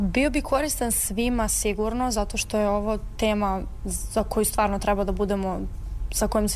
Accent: Belgrade, Serbia

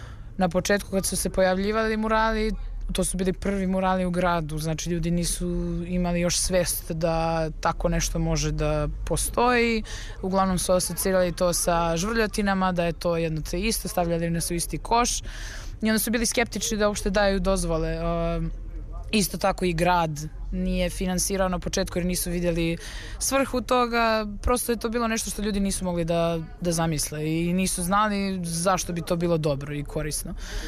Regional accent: Čačak, Šumadija and Western Serbia, Serbia; odrasli smo u Čačku.

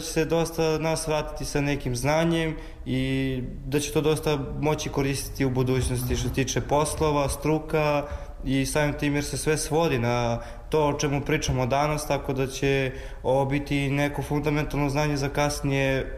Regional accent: Vranje, Southern and Eastern Serbia, Serbia; dolazim iz Vranja, iz škole gimnazije Bora Stanković.

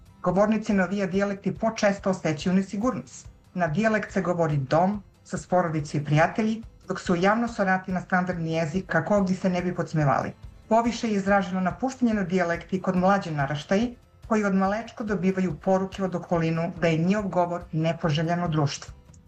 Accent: Niš, Southern and Eastern Serbia, Serbia; now in United States; A rođena sam u Niš, gde sam živela do pre 10 godine, kad sam se sa porodicom preselila u Sjedinjene Američke Države, a gde i dan danas rabotim i živim.

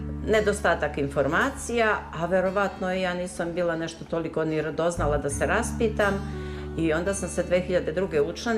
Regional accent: Šljivovica, Zlatibor District, Serbia; now in Užice, Serbia; Moje rodno selo Šljivovica nalazi se na padinama Zlatibora. I ja sam kao dete tu i rasla i odrasla

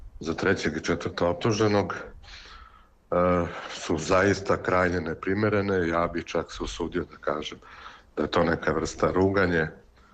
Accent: Pristina, Kosovo; moved away; s obzirom da sam rođen u Prištini i da sam živeo tamo do sredine 1999. godine, sam svedok zbivanja i u mom rodnom gradu i na Kosovu i Metohiji

